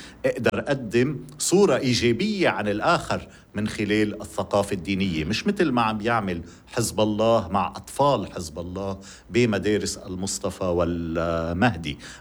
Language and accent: Arabic; South Governorate, Lebanon; أنا ابن الجنوب بسهر بالضياع المسيحية وهذا مصدر غنى ورائع بالنسبة لنا.